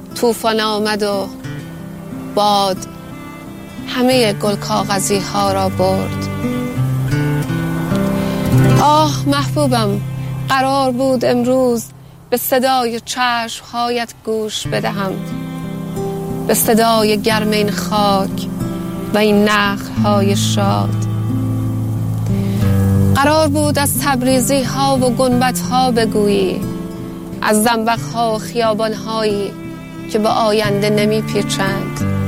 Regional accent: Tehran, Tehran Province, Iran; born there; یادمه توی حیات بازی میکردم، از اون حیات قدیمی تهران که حوض داشت و درخت موی،

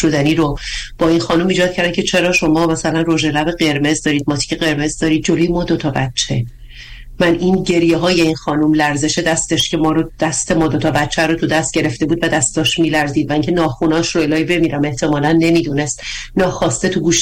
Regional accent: Bandar Abbas, Hormozgan, Iran; born there; moved away as an adult; also born or lived in Tehran; از بندر عباسی که زندگی میکردیم، در واقع فردای روز کنکور دیگه اومدیم کامل از بندر عباس بیرون و مهاجرت کردیم در واقع به یک شهر دیگه

